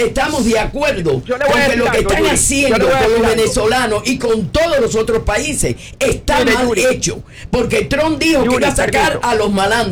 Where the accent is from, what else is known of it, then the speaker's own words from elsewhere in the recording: Cuba; moved away; soy cubana